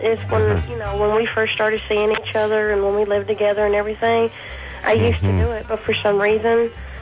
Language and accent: English; Kentucky, United States; moved away; I'm originally from Kentucky.